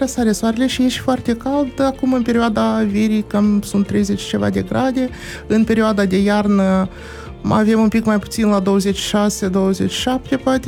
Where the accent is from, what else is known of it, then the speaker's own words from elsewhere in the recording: Chișinău, Moldova; Din Chișinău.